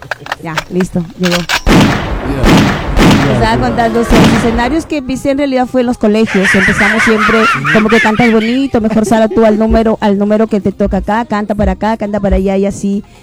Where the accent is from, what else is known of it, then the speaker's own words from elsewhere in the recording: Piura, Peru; accent: Piura dejo; soy mangache de corazón, piurana, como la caballa, como la algarrobina, soy bien piurana, pero estoy orgullosa de mi Piura